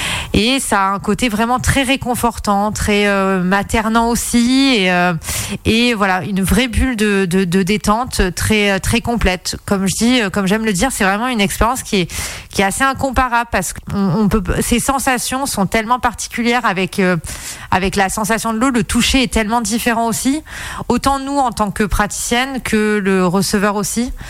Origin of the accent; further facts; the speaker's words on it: south of France, France; now in Auvergne, France; Je suis originaire du sud de la France